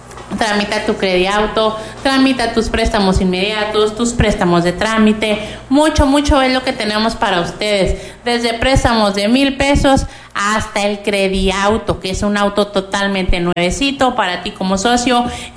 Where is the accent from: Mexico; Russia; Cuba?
Mexico; hay muchas personas que andamos como buen mexicano en la compra de último momento.